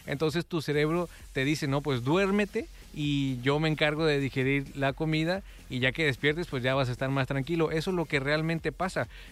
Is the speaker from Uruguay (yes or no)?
no; Mexico; así somos los mexicanos